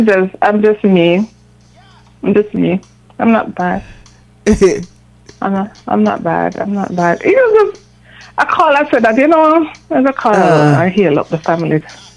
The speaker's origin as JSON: {"language": "English", "country": "Jamaica", "tie": "born or raised there", "said": "When I used to go to church, I still go to church. In my church, growing up in Jamaica"}